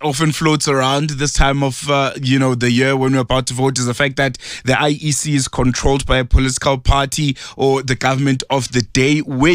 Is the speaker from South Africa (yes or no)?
yes; South Africa; I'm a South African citizen myself and I vote